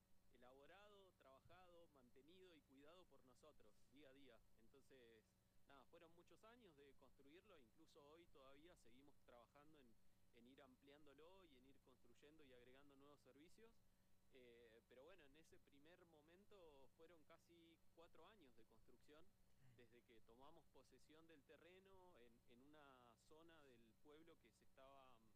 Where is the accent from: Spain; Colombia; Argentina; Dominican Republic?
Argentina; Buenos Aires; born there; now in Aluminé, Argentina; Yo nací en Capital Federal, hace unos 36 años atrás.